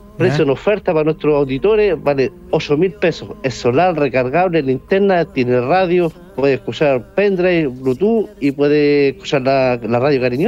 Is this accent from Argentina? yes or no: no; Chile; somos chilenos